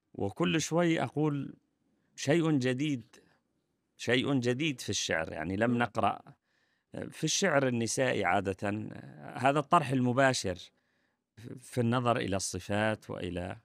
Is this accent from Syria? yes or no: yes; Syria; وعندنا في سوريا أيضا